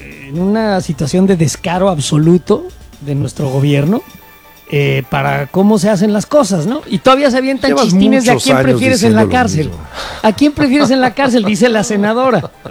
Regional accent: Mexico; 57 años en este planeta siendo mexicano

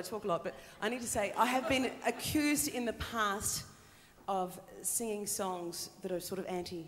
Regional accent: Central Coast, New South Wales, Australia; we sophisticated women of the Central Coast

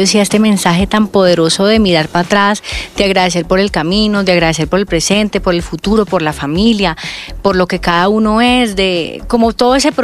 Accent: Colombia; Como que cuando estamos fuera de nuestro país, uno valora mucho más todo lo de su país. Y obviamente cuando hacíamos música, la hicimos en Colombia

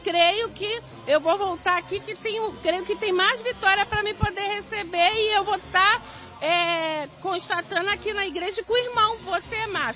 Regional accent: Rio de Janeiro, Brazil

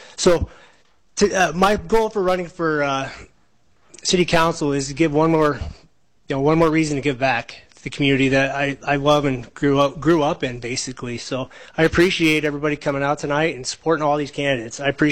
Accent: Norfolk, Nebraska, United States; I grew up in the Norfolk area. I was a Stanton resident. I've been living here for many years. My wife and I decided to raise our family in Norfolk

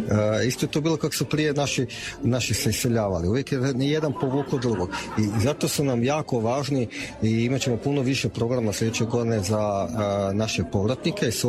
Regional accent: Austria; moved away; Volim gradišćanske Hrvate, ja sam sam odrastao u Austriji, tako da meni to nekako bilo kao da su moji.

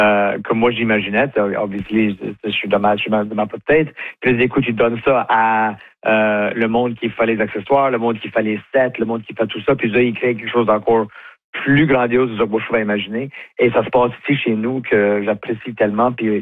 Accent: the Maritimes, Canada; on est capable à pousser l'enveloppe ici chez nous au Maritime, en Acadie.

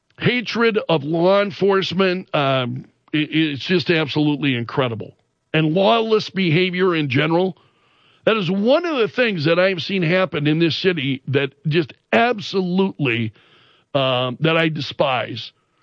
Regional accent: Sioux Falls, South Dakota, United States; born or raised there

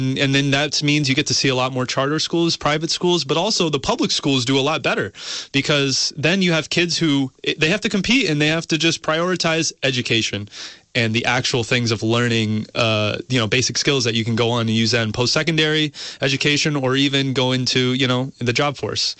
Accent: South Burlington, Vermont, United States; And it's also in my hometown of South Burlington.

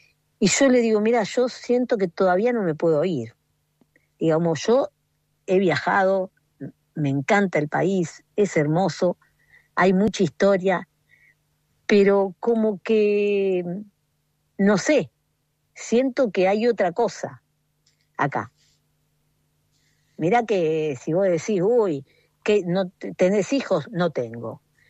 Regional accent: Argentina; siento que nosotros como latinos, no sé si todos los latinos, pero los argentinos más que todos, tenemos algo muy especial.

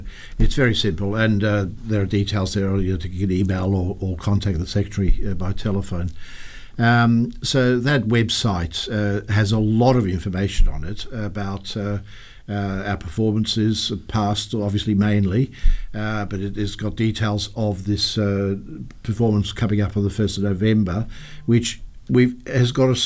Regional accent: Wales, United Kingdom; now in Perth, Australia; because I'm from North Wales

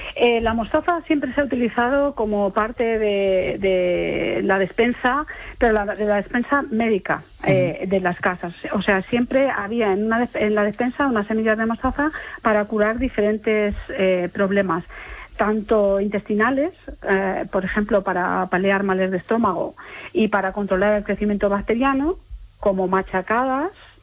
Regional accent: Toledo, Castilla-La Mancha, Spain; Eso también es un guiño a mi tierra. Yo nací en Toledo

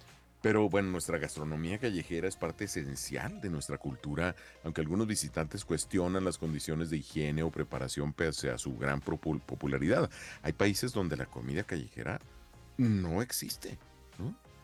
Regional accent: Mexico; Mi México, nuestro México amado

